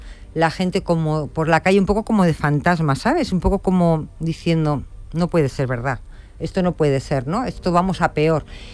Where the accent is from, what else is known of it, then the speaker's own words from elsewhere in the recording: Bilbao, Basque Country, Spain; Yo, como vasca que soy, de Bilbao